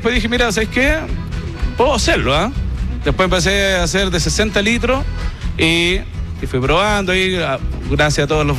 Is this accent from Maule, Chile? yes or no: no; San Esteban, Valparaíso, Chile; Nosotros somos de Campo de Humá, sector bajo de la comuna de San Esteban, de ahí en mi familia, gente de trabajo, de la tierra, ¿no?